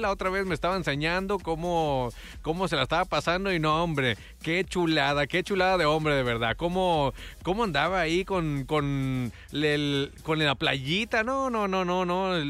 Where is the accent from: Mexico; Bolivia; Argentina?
Mexico; Ya saben cómo somos los mexicanos